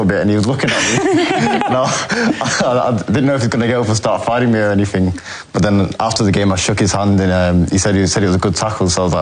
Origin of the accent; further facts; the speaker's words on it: England, United Kingdom; Growing up in England, there was no one that really looked like me in school or in my team.